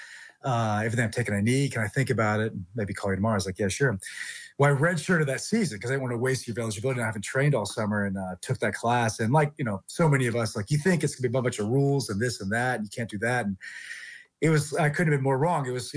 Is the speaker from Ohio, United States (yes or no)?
yes; Ohio, United States; now in Kansas, United States; And I grew up in Ohio, and, you know, there you kind of grew up about dreaming about being a Buckeye